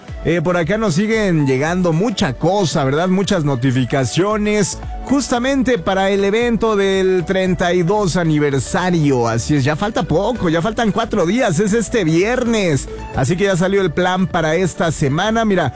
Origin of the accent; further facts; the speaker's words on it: Mexico; Así somos los mexicanos anticipados, fiesteros